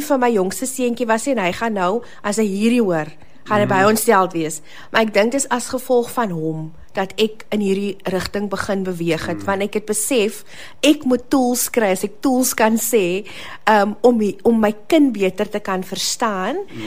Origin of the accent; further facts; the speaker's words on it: Kuils River, Western Cape, South Africa; Ja, ek is van die Kaap. Ek is van Kuilsrivier. Ek bly in Kuilsrivier.